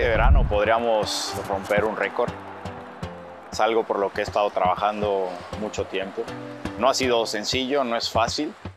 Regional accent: Mexico; moved away as an adult; now in Limassol, Cyprus

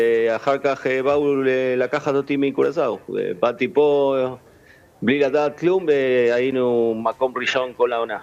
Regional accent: Argentina; moved away as an adult; now in Curaçao; אני ארגנטינאי. אני ארגנטינאי. ארגנטינאי, שיחקתי בארגנטינה

